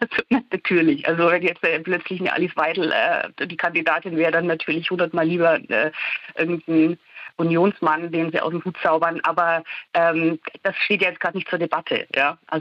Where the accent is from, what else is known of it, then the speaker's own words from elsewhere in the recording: Bavaria, Germany; moved away; Ich bin ja aus Bayern ursprünglich mal